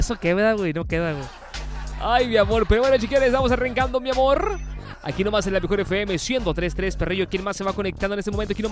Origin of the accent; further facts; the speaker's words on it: Ensenada, Baja California, Mexico; Yo sé de vino, chiquillón. Soy de Ensenada. O sea, yo sé de vinícolas.